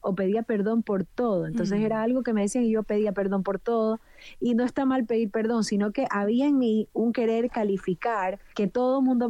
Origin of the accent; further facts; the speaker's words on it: Guayaquil, Guayas, Ecuador; moved away as an adult; now in Florida, United States; Yo vivía en Guayaquil, Ecuador.